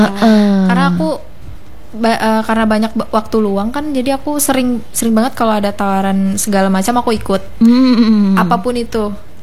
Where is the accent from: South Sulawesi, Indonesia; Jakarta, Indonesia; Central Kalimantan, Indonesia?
Central Kalimantan, Indonesia; Betul, Kak. Aku dari Murung Raya. Itu Murung Raya kan aku bukan di kotanya, aku di desanya lagi.